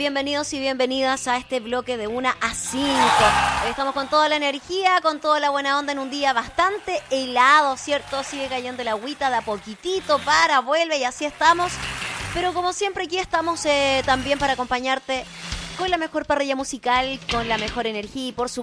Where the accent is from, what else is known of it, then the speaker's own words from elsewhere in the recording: Chile; los chilenos no bajamos los brazos.